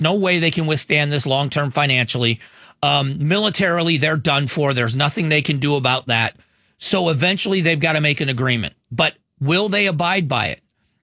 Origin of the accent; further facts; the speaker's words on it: United States; I'm an American.